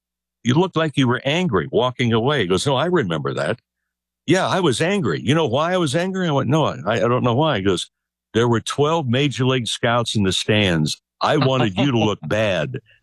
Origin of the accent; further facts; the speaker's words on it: Santa Monica, California, United States; For me, Buster, was going back home because I grew up in Santa Monica.